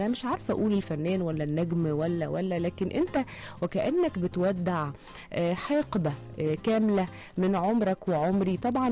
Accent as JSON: {"language": "Arabic", "country": "Egypt", "said": "شخصياتنا كمصريين"}